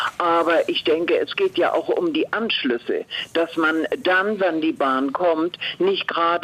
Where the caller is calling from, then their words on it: Lübeck, Schleswig-Holstein, Germany; leider muss ich sagen aus Lübeck